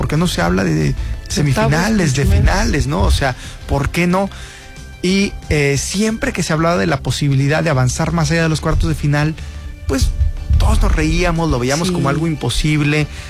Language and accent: Spanish; Mexico; somos mexicanos